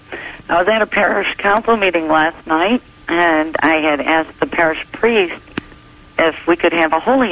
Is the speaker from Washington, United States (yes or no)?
no; New York, United States; I'm from New York, Mother.